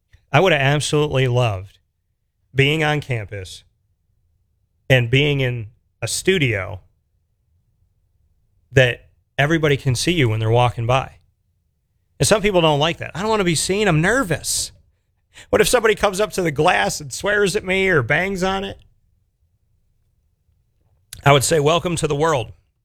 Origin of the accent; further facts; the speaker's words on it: Syracuse, New York, United States; Then after that, I went to my hometown of Syracuse